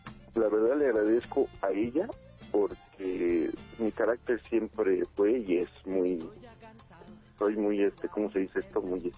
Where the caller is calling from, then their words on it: Chalco, State of Mexico, Mexico; yo vivo en Chalco, pero ahorita estoy trabajando y estoy aquí en la colonia del Valle.